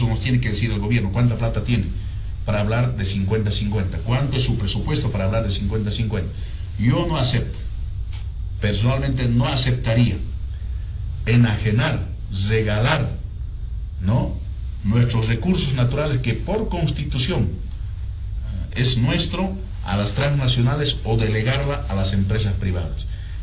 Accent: Bolivia; No siempre como gobernador, sino no aceptaría como un boliviano más.

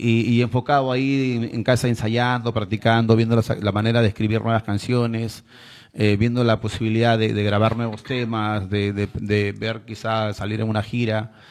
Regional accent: Chancay, Lima, Peru; now in Lima, Peru; yo soy de Chancay, pero cuando yo decido dejar Chancay y buscarme oportunidades en Lima

